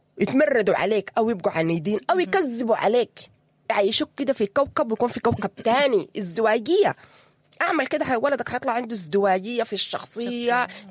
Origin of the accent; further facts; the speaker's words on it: Sudan; نحن سودانيين